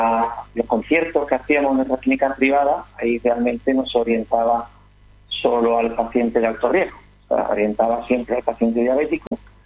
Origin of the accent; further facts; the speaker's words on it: Seville, Andalusia, Spain; vengo en este caso de Sevilla y, bueno, he hecho un esfuerzo importante por poder estar aquí